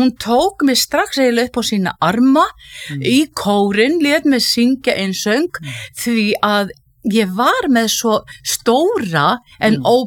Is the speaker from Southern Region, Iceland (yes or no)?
yes; Hvolsvöllur, Southern Region, Iceland; ég er fædd og uppalinn í Rangavallasýslunni og að mestu leiti á Hvolsvelli.